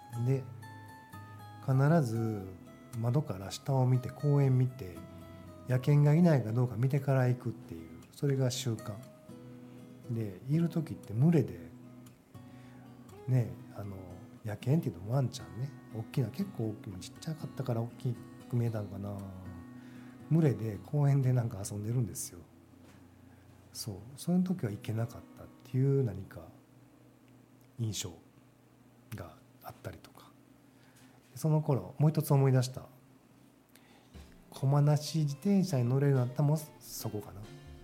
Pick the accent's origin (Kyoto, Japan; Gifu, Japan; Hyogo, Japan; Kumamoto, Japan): Hyogo, Japan; Kobe; born there; 生まれは神戸市です。神戸市灘区六甲道の商店街で生まれたようです。